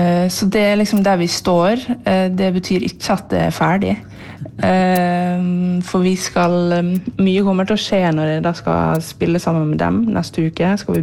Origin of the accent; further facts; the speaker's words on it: Ålesund, Møre og Romsdal, Norway; moved away; hjemme i Ålesund efter att jag flyttade därifrån